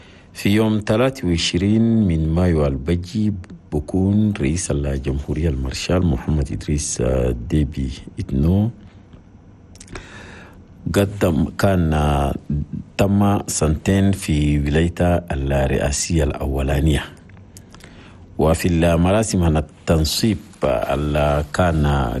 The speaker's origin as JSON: {"language": "Arabic", "country": "Chad", "said": "هما الاثنين العمود الفخري للاقتصاد الوطني هنا بلدنا تشاد"}